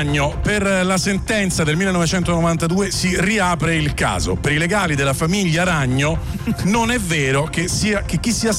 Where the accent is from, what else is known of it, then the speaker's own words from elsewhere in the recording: Salerno, Campania, Italy; sono di Salerno come me